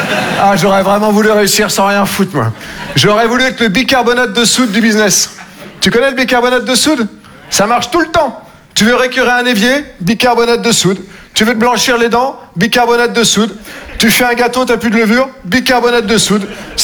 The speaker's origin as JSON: {"language": "French", "region": "Nouvelle-Aquitaine", "country": "France", "said": "Moi, je viens des Deux-Sèvres. Je ne sais pas si vous connaissez. Entre la Vienne"}